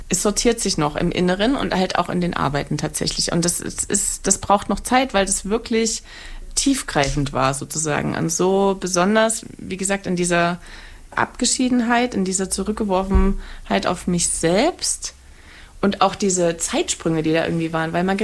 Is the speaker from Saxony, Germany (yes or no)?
yes; Saxony, Germany; Also da, wo ich herkomme, Erzgebirge, da driften die Jugendlichen mit dem Auto auf den Schneeflächen.